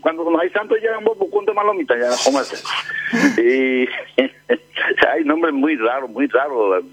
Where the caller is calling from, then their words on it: Santa Rosa, Misiones, Paraguay; Te estoy llamando de Santa Rosa Misiones.